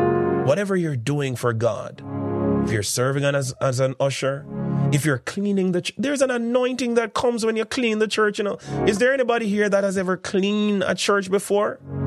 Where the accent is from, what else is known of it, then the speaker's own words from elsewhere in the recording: Spanish Town, Saint Catherine, Jamaica; I grew up in St. John's Road, for those who know, and that is why I'm not ashamed to say where I come from. I grew up St. John's Road, Spanish Town, 62. I'm very proud of where I'm from.